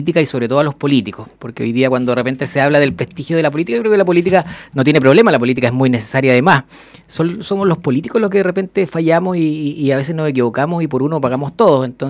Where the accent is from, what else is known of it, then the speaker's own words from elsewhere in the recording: Fresia, Los Lagos, Chile; yo que soy de Fresia, la comuna de Fresia, con los Muermos